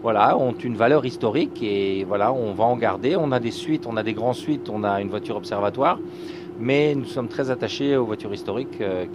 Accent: Liège, Wallonia, Belgium; Alors, mais sachant que je suis liégeois, donc Agatha Christie, j'avais lu tous ses livres à l'âge de 12 ans.

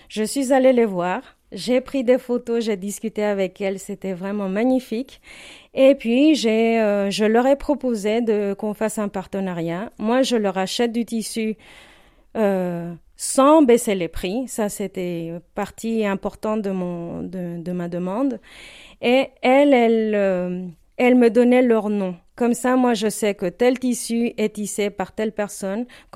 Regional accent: Morelos, Mexico; moved away; moi, je viens de Morelos, qui est un état au centre du Mexique

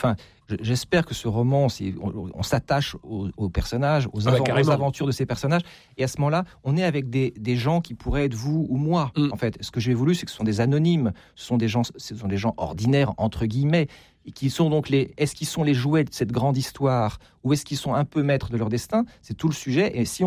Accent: Russia; French is a second language; c'est vrai que quand on est russe, et surtout si on est russe et que on désire la démocratie dans son pays, on entend le fait d'être renvoyé à des clichés.

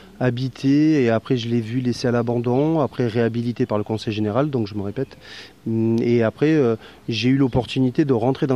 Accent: Brignoles, Provence-Alpes-Côte d'Azur, France; also born or lived in La Celle; je suis né à Brignoles, je suis à côté. J'ai habité pendant 25 ans à la Selle, à 500 mètres d'ici.

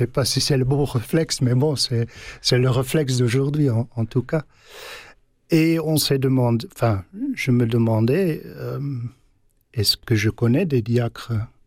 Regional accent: Lokeren, Flanders, Belgium; Ben, je suis grandi en Flandre orientale, pas loin de Gand, c'est-à-dire 20-25 kilomètres de Gand, à une ville qui s'appelle Lokeren.

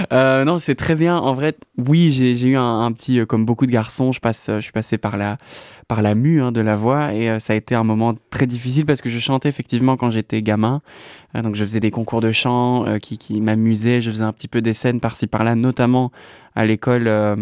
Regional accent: Anthisnes, Wallonia, Belgium; also born or lived in Seraing; Je suis né à Serein, mais j'ai vite migré du coup à Antine par le biais de mes parents qui habitaient là-bas évidemment à ce moment-là.

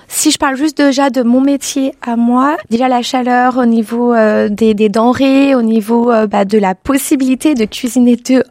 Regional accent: Annecy, Auvergne-Rhône-Alpes, France; now in Lyon, France; moi je viens d'Annecy

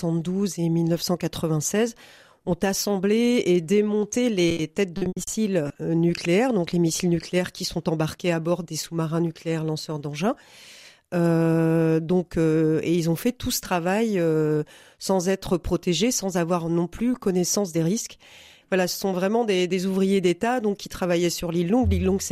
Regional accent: eastern France, France; moved away as an adult; now in Brest, France; moi, je ne viens pas d'ici. Donc, je n'avais jamais entendu parler de cette histoire, puisque je viens de l'Est de la France et je le raconte aussi dans ce livre. Ça fait maintenant une quinzaine d'années que je suis sur Brest.

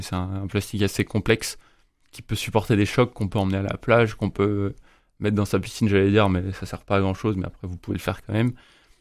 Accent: Brittany, France; j'ai grandi dans les Côtes d'Armor et maintenant j'ai fait mes études en Ille-et-Vilaine, enfin à Rennes.

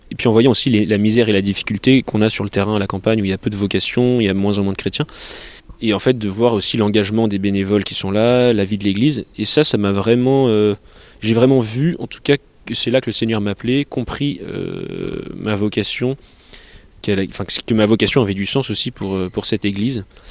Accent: Épernay, Grand Est, France; Enfin, donc j'ai grandi à Épernay, mais j'ai peu participé à la vie paroissiale et je suis vite parti à l'internat.

